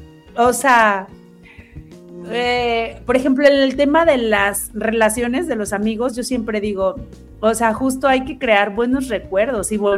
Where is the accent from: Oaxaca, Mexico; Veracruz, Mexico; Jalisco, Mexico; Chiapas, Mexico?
Veracruz, Mexico; Alvarado; yo tengo muy marcados esos recuerdos, por ejemplo, de cuando era chavita y a los 18 años me fui a estudiar de Alvarado al puerto de Veracruz.